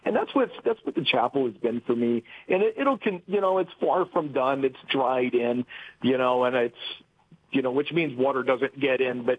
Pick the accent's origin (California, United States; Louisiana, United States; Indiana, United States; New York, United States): Louisiana, United States; moved away as an adult; also born or lived in Steubenville, Ohio; So I grew up in Louisiana.